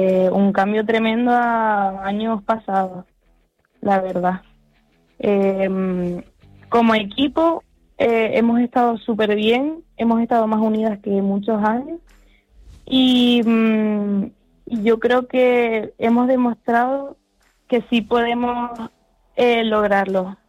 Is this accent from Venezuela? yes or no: no; Tenerife, Canary Islands, Spain; Por ejemplo, yo soy de Tenerife